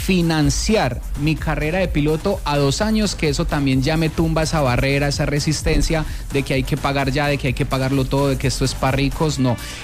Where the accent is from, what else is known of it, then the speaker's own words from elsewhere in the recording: Medellín, Antioquia, Colombia; yo por ejemplo que soy de Medellín